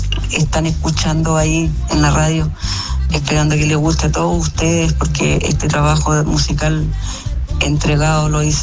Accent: Carahue, Araucanía, Chile; para toda la gente de mi pueblo, de allá de la Araucanía. Un saludo a Carahue también, mi pueblo natal

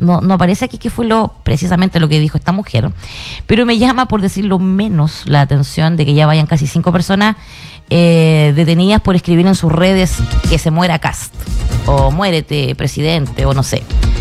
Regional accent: Chile; hay tantos procesos que hemos vivido como chilenos

